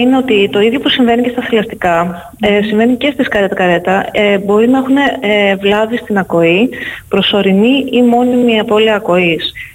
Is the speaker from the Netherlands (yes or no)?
yes; Netherlands; Greek is a second language; Είμαι από την Ολλανδία.